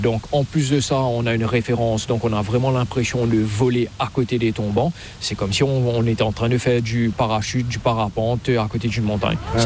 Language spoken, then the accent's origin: French; Brittany, France; now in Mauritius; Exactement, voilà. On est de la Bretagne.